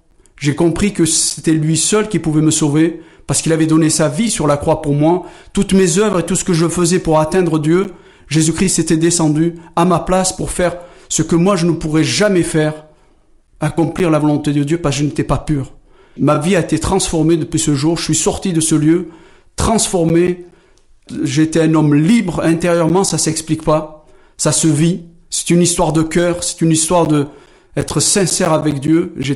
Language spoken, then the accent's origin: French; Algeria; je suis toujours un arabe, j'aime toujours mes compatriotes, et que je suis algérien, et que je le resterai jusqu'à la fin de mes jours, et j'en suis fier.